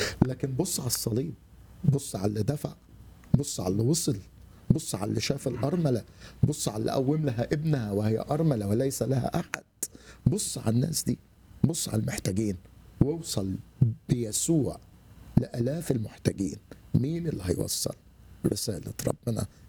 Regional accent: Upper Egypt, Egypt; وعندنا في الصعيد اللي جوزها مات تقعد سنة ما تروحش كنيسة

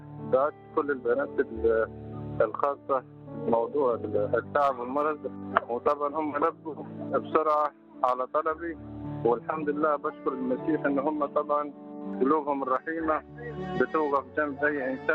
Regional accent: Egypt; من مصر، طبعا انا مريض كانسر بالدم

